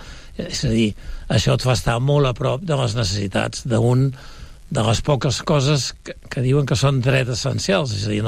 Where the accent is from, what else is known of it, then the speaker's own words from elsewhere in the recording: Sabadell, Catalonia, Spain; Els valors, diria, com a sabadellenc i també com a valors de família.